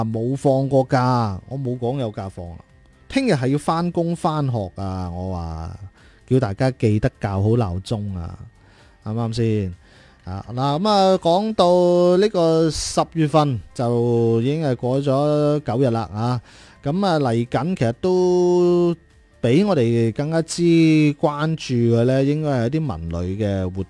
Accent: Zhaoqing, Guangdong, China; 咁作为自己有我哋肇庆人

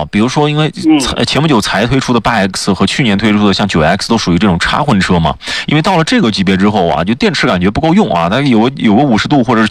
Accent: China

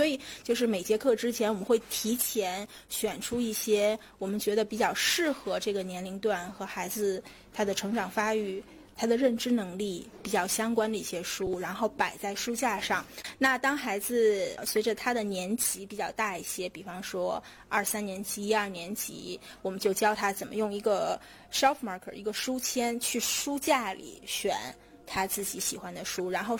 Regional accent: China

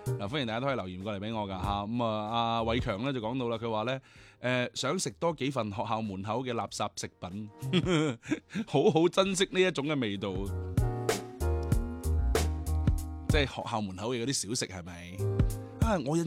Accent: China; 我哋国家

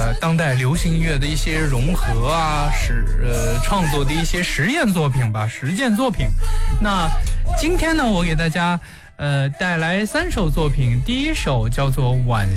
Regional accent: Northwest China, China; 我是来自西北的

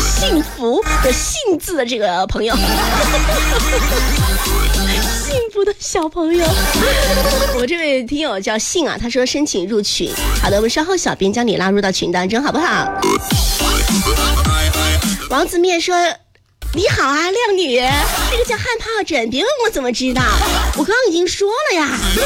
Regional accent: Sichuan, China; 我们四川话叫风丹

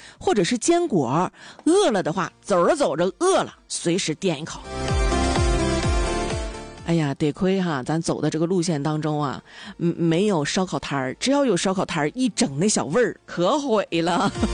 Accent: Dalian, Liaoning, China

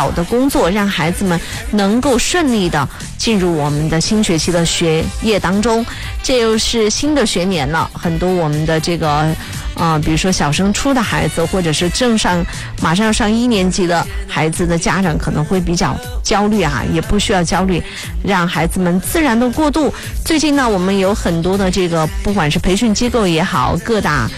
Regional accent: Jiangsu and Zhejiang, China; 我们江浙话叫卖烟筋儿啊

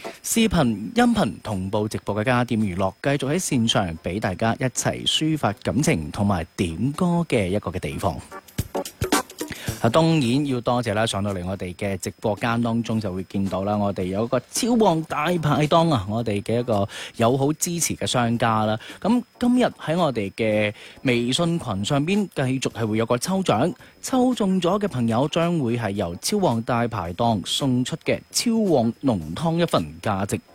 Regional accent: Guangdong, China

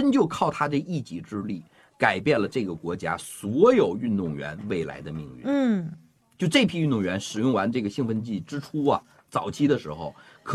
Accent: Northeast China, China; accent: Northeastern; 用咱们东北话讲，就是这个人特别憋屈。

